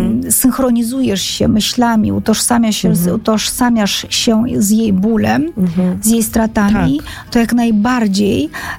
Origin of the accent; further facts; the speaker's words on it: Georgia; moved away; w Gruzji nad Czarnym Morzem się wychowałam